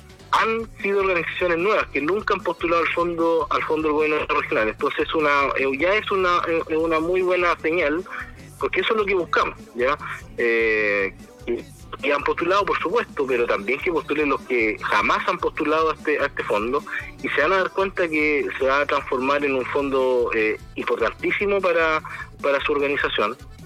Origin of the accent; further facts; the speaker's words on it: Chile; Así que, como chileno en general, es un momento que uno espera con ansia.